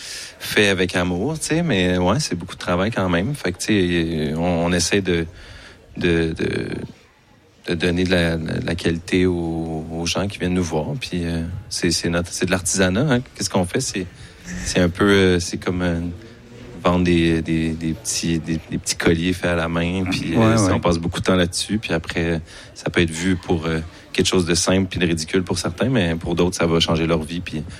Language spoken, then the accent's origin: French; Saint-Hyacinthe, Quebec, Canada; Je viens de Saint-Hyacinthe